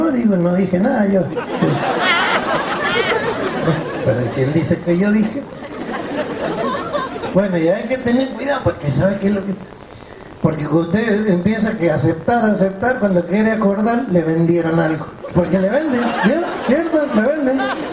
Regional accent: La Viña, Mendoza, Argentina; born there; Si ya no tenía ropa de esta porque yo nací en La Viña, en Mendoza.

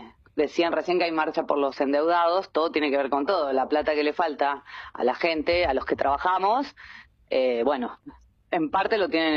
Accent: Córdoba, Argentina; soy cordobesa

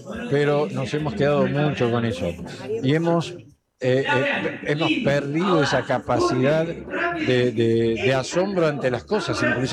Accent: Argentina; no nos puede pasar mejor cosa que ser argentino.

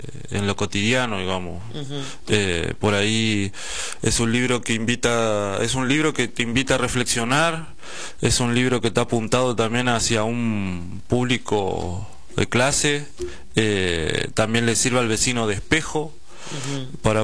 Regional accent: Quilmes, Buenos Aires Province, Argentina; Yo soy un nativo de Villa Itatí, yo tengo 35 años ya viviendo en el barrio.

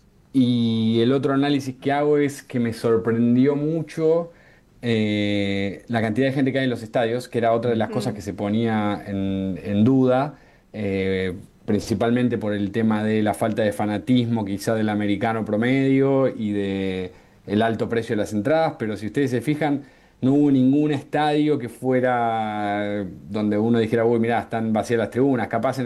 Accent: Argentina; now in Mexico City, Mexico; para nosotros como argentinos

